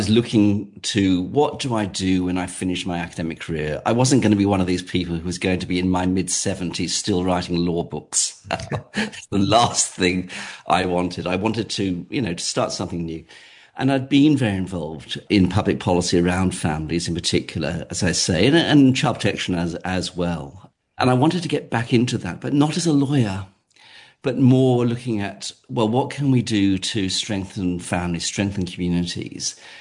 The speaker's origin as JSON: {"language": "English", "region": "England", "country": "United Kingdom", "moved": "as an adult", "lives_now": "Australia"}